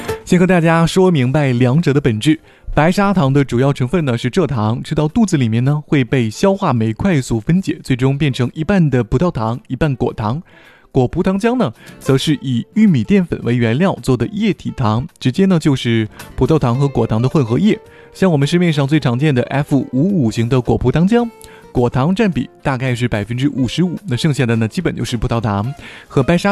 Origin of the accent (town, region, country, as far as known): Northeast China, China